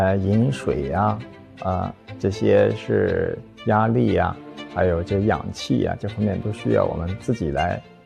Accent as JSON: {"language": "Chinese", "town": "Baiyin", "region": "Gansu", "country": "China", "moved": "yes", "said": "我来自甘肃白银，2021年通过选拔来到了航天员大队。"}